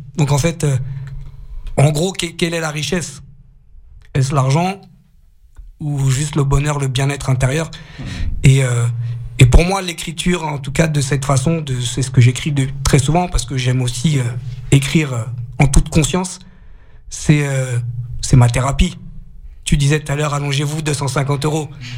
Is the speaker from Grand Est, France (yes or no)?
no; Osny, Île-de-France, France; Moi, je viens d'Ony, je suis pas loin, je suis dans le 95, donc je suis vraiment juste à côté.